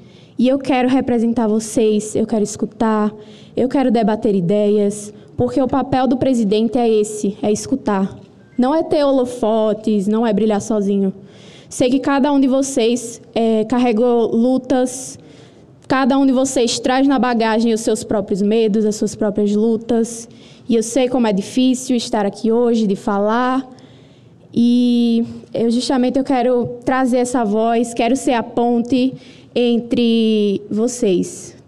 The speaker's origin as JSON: {"language": "Portuguese", "town": "Arapiraca", "region": "Alagoas", "country": "Brazil", "said": "Tenho a honra de representar o estado de Alagoas. Vim da cidade de Arapiraca."}